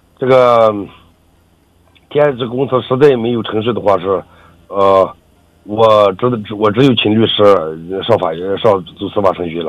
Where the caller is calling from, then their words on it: Aksu, Xinjiang, China; 我们是阿克苏，新疆阿克苏市的。